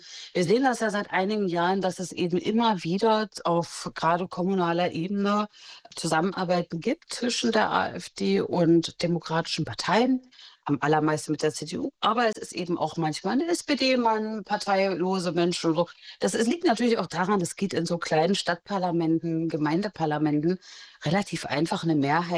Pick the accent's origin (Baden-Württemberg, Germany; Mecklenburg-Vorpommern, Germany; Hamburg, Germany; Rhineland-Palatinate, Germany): Mecklenburg-Vorpommern, Germany; Die, also wenn ich nach Mecklenburg fahre, fahre ich natürlich nach Mecklenburg, gerade als Mecklenburgerin.